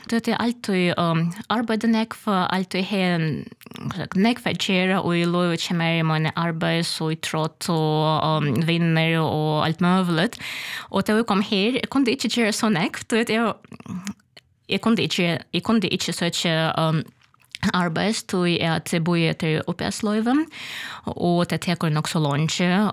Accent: Kharkiv, Kharkiv Oblast, Ukraine; moved away as an adult; now in Kyiv, Ukraine; Jag var född i Kharkiv, det är största part av Ukraina. Jag var uppvuxen här, fick min utbyggning här.

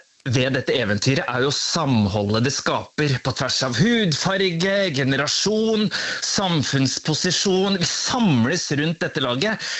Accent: Hamar, Innlandet, Norway; Du, jeg skal på Stortorget i min hjemby Hamar.

